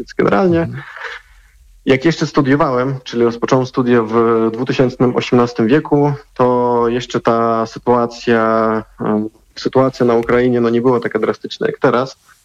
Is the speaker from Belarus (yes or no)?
yes; Belarus; now in Tricity, Poland